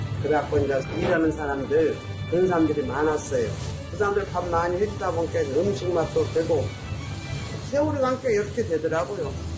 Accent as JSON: {"language": "Korean", "town": "Yeosu", "region": "South Jeolla", "country": "South Korea", "tie": "born or raised there", "said": "예. 완전 토박이. 옛날 대대는 토박이."}